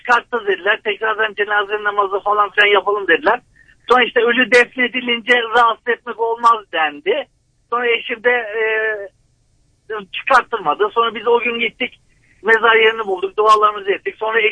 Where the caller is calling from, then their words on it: Kastamonu, Turkey; Ben Kastamonluyum.